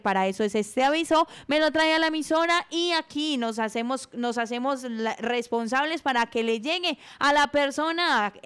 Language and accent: Spanish; Briceño, Antioquia, Colombia